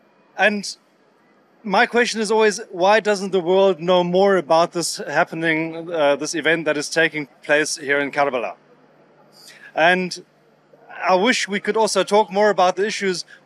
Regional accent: Germany; I'm from Germany

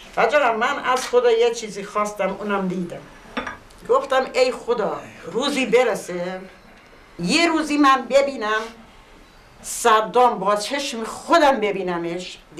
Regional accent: Iran; مسلمان مسیحی همه ما یکی هستیم، ما ایرانی هستیم.

